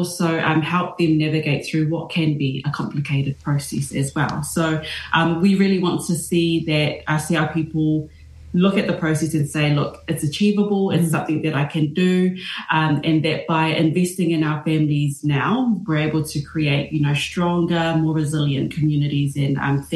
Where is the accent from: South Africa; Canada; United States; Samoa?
Samoa; now in Wellington, New Zealand; I hail from Samoa. Villages are Sanapu and Salimoa. And here in Wellington from the Hutt Valley